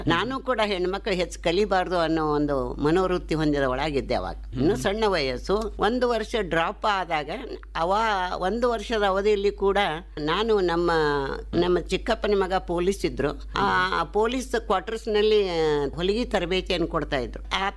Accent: Vijayapura, Karnataka, India; ನನ್ನ ಹುಟ್ಟು 1952 ಬಿಜಾಪುರದಲ್ಲಿ.

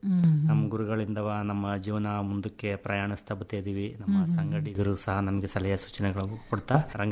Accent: Karnataka, India; ಮೂಲತಃ ನೀವು ಹೇಳಂಗೆ ನಾವು ಜೋಡಿ ಗುಬ್ಬಿ. … … ಅಂತ. ನಾವು ಹಳ್ಳಿಯಿಂದ ಬಂದಂತ ಜನಗಳು

